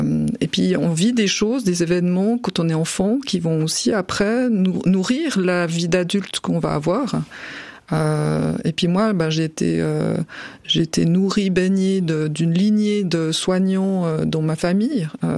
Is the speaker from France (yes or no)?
no; Corsier, Vaud, Switzerland; also born or lived in Vevey; Je suis née à Vevey, j'ai grandi à Corsier, donc juste à côté.